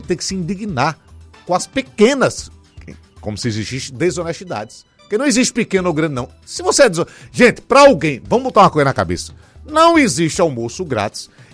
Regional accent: Maceió, Alagoas, Brazil; Eu sou de Maceió, viu? Nascido e criado aqui

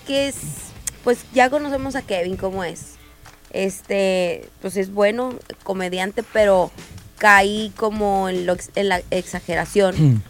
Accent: Monterrey, Nuevo León, Mexico; Somos de Monterrey, no lo queremos.

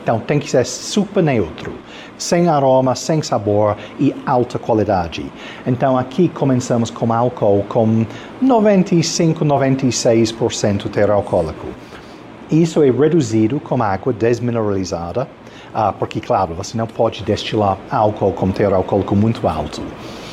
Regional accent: England, United Kingdom; Portuguese is a second language; now in Brazil; Eu sou inglês, e claro, todos os ingleses são apaixonados por gin. E gin sempre foi meu destilado favorito. Então, em 2019, eu decidi, eu vou começar a fazer gin aqui no Brasil.

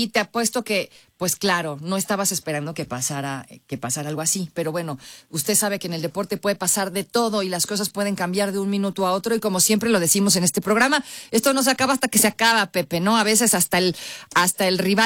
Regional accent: Mexico; y pues mi favorito, porque soy mexicana, pues es México.

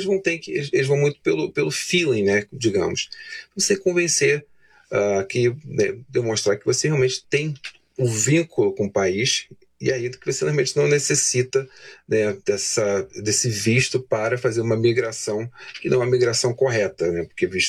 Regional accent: Brazil; nós somos brasileiros

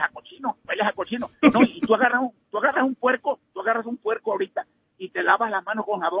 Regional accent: Veracruz, Mexico; accent: jarocho; moved away; a ti no te quita el acento jaroso. Y ¿cómo va a quitar ese mi acento?

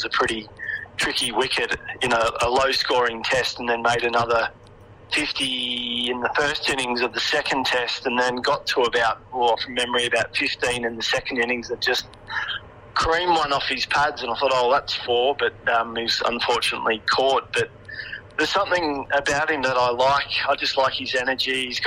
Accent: Australia; I'm an Aussie. Of course, I barrack to the Aussies.

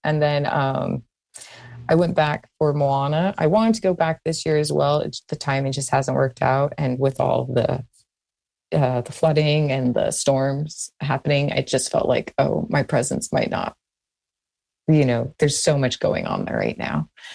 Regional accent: Hawaii, United States; growing up in Hawaii, books were my way of like expanding my horizons and living experiences or having experiences I'd never get to have on my island, you know?

